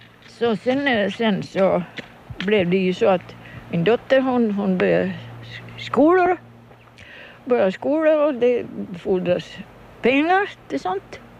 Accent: Kumlinge, Åland, Åland Islands; moved away; also born or lived in United States; så växte jag upp här på Kumlinge. Och sen så fick jag för mig att jag skulle lite ut och se mig omkring. Och så får vi till Amerika.

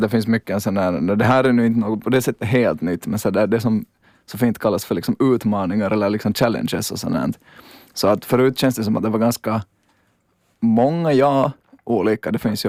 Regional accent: Espoo, Uusimaa, Finland; jag är från Esbo

